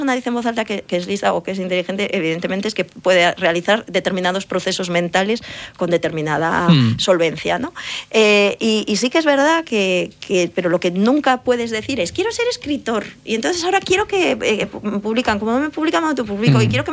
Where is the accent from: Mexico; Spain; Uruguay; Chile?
Spain; Galicia; soy gallega. Ya estoy en una edad en que puedo decir que soy una señora